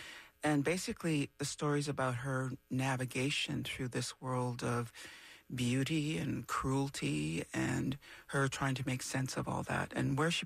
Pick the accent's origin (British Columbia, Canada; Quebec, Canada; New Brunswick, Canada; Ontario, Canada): Ontario, Canada; Temagami; when I grew up in Tomogamy, in Northern Ontario